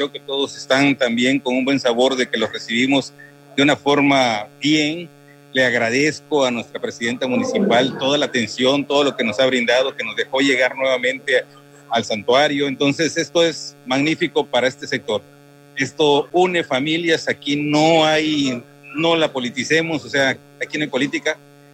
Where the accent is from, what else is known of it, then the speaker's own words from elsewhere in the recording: Mexico; somos gente de a caballo porque somos mexicanos.